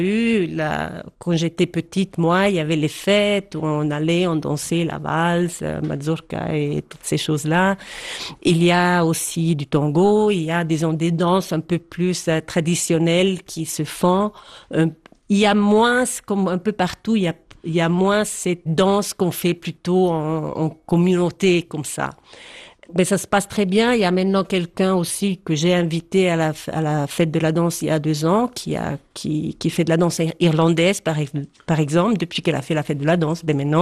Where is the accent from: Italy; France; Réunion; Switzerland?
Switzerland; Poschiavo, Graubünden; also born or lived in Geneva; Quand j'étais à Genève et puis on me demandait, et je disais, je suis du Val Poschiavo